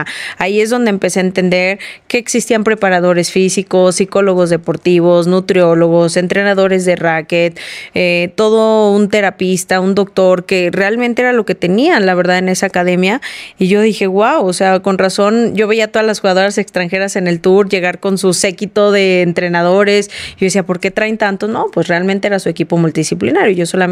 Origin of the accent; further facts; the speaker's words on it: San Luis Potosí, Mexico; yo soy originaria de San Luis Potosí